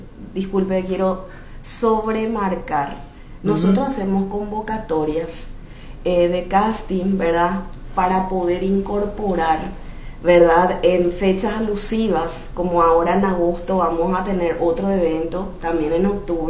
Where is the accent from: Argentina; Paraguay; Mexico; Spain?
Paraguay; nosotros realmente acá como patriotas paraguayos que somos